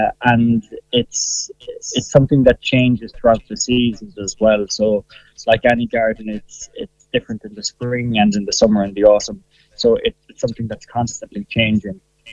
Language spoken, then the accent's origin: English; Ballina, Connacht, Ireland; moved away as an adult; also born or lived in China / Netherlands; I'm originally from Ballina and studied architecture abroad, and then was during the crisis would have worked abroad as well, so worked in China and in the Netherlands